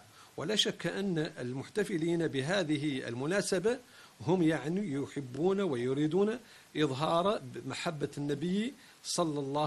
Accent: Morocco; بما أن الاحتفال بالمولد النبوي عاد راسخة عندنا في المغرب رسميا وشعبيا، فإن الأجدر بنا كأعضاء في المجالس العلمية وكمكون يعني الشعب المغربي غاطبة

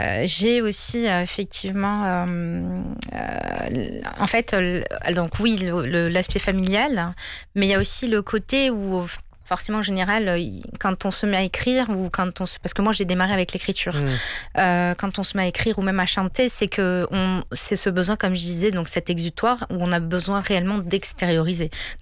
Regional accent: France; born there; comme je suis marocaine, avec des sonorités donc, qui vont venir d'Orient et puis le côté aussi Europe, parce que je suis née en France.

